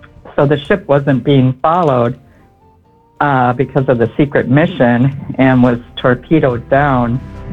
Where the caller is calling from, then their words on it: Hutchinson, United States; Hutchinson. So I'm on my way to the memorial of parade and event at our Veterans Park.